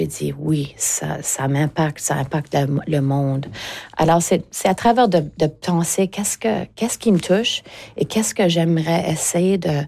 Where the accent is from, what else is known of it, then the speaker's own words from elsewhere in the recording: Eastern Canada, Canada; mais il y a tellement une liberté d'en parler parce que je viens de l'Est du Canada.